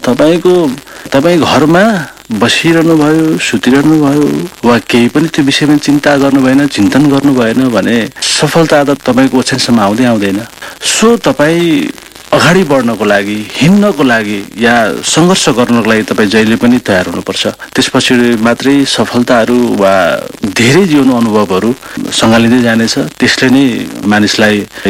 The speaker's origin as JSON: {"language": "Nepali", "town": "Annapurna", "region": "Koshi Province", "country": "Nepal", "tie": "born or raised there", "said": "मेरो बाल्यकाल मेरै गाउँमा घरदेखि नजिकै स्कुल थियो। स्कुल जाने, स्कुलबाट फिरेपछि हाम्रो गाउँघरको हुर्काई हो, एउटा चाहिँ जिम्मेवारी थियो, एक भारी घाँस काट्नै पर्ने, त्यसरी नै खेल्दै भोजपुरकै त्यही अन्नपूर्ण गाउँमै बित्यो।"}